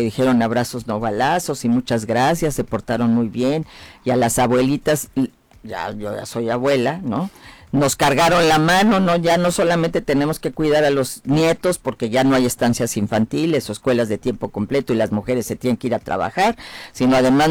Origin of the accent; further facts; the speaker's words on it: Mexico; todos somos mexicanos